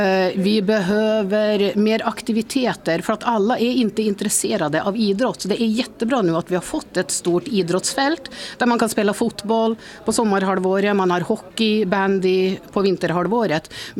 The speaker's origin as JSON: {"language": "Swedish", "town": "Trondheim", "region": "Trøndelag", "country": "Norway", "tie": "born or raised there", "moved": "as an adult", "lives_now": "Östersund, Sweden", "said": "Jag har bott här i Torvalla nu i snart 26 år. Jag är född och uppväxt i Trondheim i Norge."}